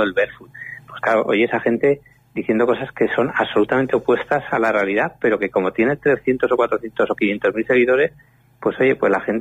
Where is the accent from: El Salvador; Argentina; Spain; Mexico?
Spain; Huesca, Aragon; yo soy de Huesca, o sea que somos vecinos